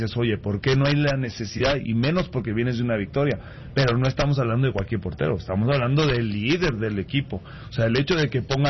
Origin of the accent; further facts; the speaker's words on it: Mexico; para nosotros como mexicanos